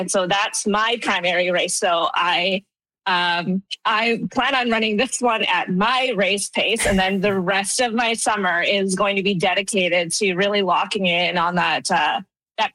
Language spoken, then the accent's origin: English; Newfoundland and Labrador, Canada; moved away as an adult; now in Regina, Canada; So I'm originally from Newfoundland. I moved to Regina about 13 years ago.